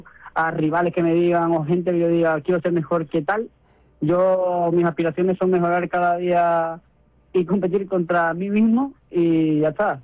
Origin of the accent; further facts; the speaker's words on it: Ronda, Andalusia, Spain; also born or lived in Cali / Madrid; now in Seville, Spain; para mí sería un sueño poder vestir el uniforme de Policía Nacional allí en mi ciudad.